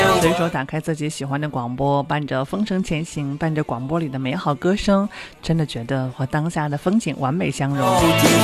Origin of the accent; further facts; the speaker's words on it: Harbin, Heilongjiang, China; 我的家乡哈尔滨到了这个初夏时节真的是胜过很多旅游胜地